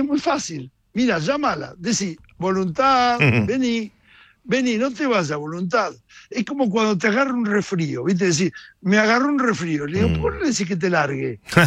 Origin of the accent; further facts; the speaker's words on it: Buenos Aires, Argentina; born there; yo nací en Mataderos, de unos padres trabajadores, peronistas.